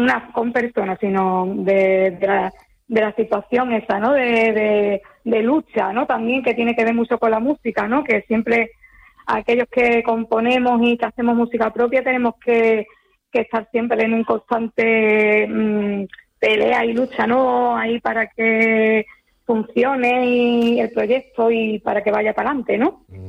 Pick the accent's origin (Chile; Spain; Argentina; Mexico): Spain; Andalusia; moved away as an adult; now in Lanzarote, Spain; yo soy andaluza. Ajá. Pero vivo en la isla de Lanzarote desde hace ya 8 años, es decir que ya me conozco bien la isla y estoy muy contenta de estar ahí afincada